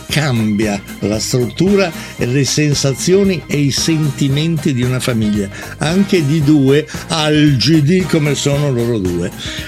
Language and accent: Italian; Rome, Lazio, Italy; born there; sono nata a Roma.